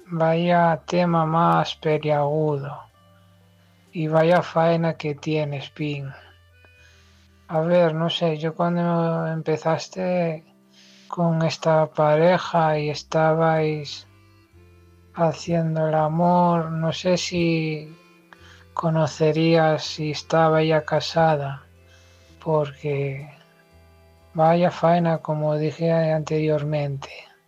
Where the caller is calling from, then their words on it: Asturias, Spain; desde Asturias.